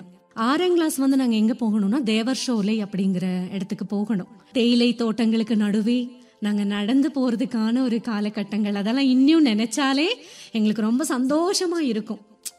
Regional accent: Nilgiris district, Tamil Nadu, India; also born or lived in Devarshola / Coimbatore; now in Dindigul, India; நீலகிரி மாவட்டம் கூடலூர் வட்டம் Mayfield estate அப்படிங்கிற ஒரு சின்ன ஊருங்க ஐயா. அங்கதான் நாங்கள் பிறந்து வளர்ந்ததெல்லாம், படிப்பு, எங்களுடைய வாழ்க்கை

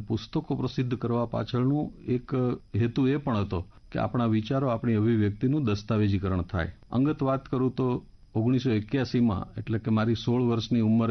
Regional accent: Bhavnagar, Gujarat, India; moved away as an adult; also born or lived in Morbi; 1985માં મારે ઘરથી દૂર, કારણ કે મારું વતન ભાવનગર અને ભાવનગરથી મારે મોરબી મુકામે બેંકમાં હાજર થવાનું થયું, તો એ સમયે સ્વાભાવિક છે કે 19 વર્ષની ઉંમર પહેલીવાર ઘર છોડ્યાનો પ્રસંગ હોય

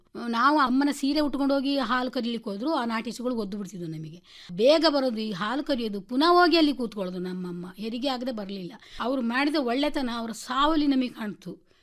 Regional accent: Kodagu, Karnataka, India; accent: Mysore Kannada; ನಮ್ಮ ಕನ್ನಡ ಅಂದ್ರೆ ನಮ್ದು ಮೈಸೂರು ಕನ್ನಡ ಜಾಸ್ತಿ ನಮ್ಮೂರಲ್ಲಿ

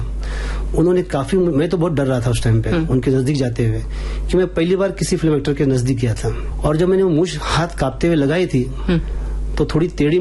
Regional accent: Ratnagiri, Maharashtra, India; मैं हूँ रत्नागिरी से बिलोंग करता हूँ … अब ऐसा है मैडम, हमारे गांव में तो इतना कोई इंडस्ट्री में या फिल्म लाइन में या ऐसे लोगों ऐसे कामों में कोई आगे नहीं था।

